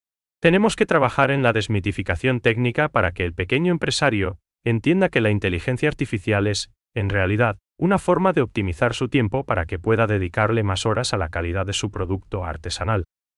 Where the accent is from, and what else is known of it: Paraguay